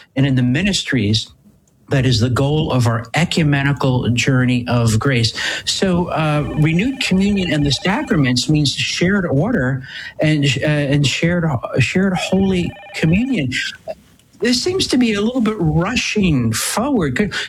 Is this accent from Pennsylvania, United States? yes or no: no; Newark, New Jersey, United States; born there; Newark, New Jersey, the land of my birth.